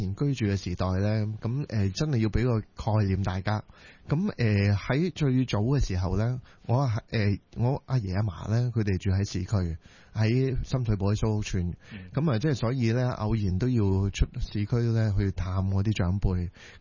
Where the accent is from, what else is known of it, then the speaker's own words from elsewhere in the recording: Hong Kong; born there; 我喺一个好伟大嘅地方，喺一个将会有80多万人嘅一个社区里边